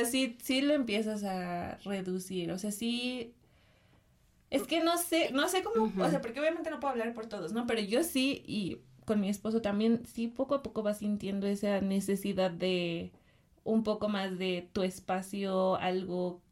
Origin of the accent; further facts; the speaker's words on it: Mexico; Y pues también creo que como mexicano siempre se extraña una fiesta.